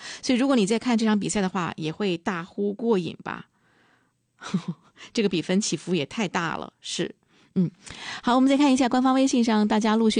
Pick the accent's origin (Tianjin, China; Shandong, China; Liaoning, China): Liaoning, China; Dalian; 甚至是编剧导演都是咱们大连人